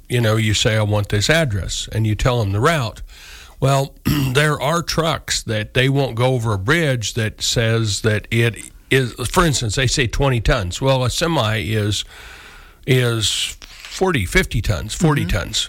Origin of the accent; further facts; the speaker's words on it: Morganville, Kansas, United States; Morganville, which mm-hmm. I left out, my hometown